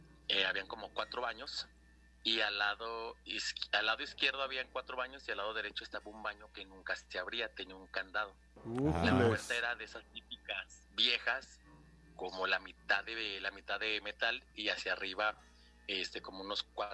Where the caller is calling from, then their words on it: Tlajomulco de Zúñiga, Jalisco, Mexico; Hablo de Tlajomulco.